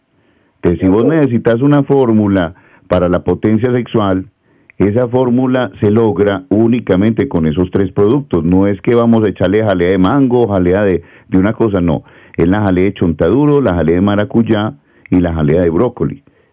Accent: Medellín, Antioquia, Colombia; a Prado Centro, donde yo nací, en la cuadra donde yo nací

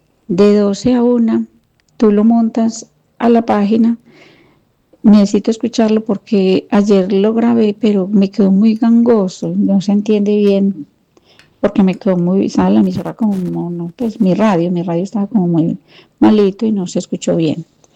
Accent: Bello, Antioquia, Colombia

